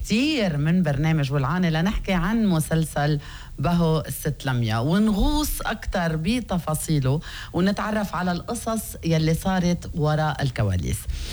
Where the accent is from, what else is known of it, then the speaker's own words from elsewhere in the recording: Lebanon; ما بيقدي الحياة اللي عم نعيشها نحن كلبنانية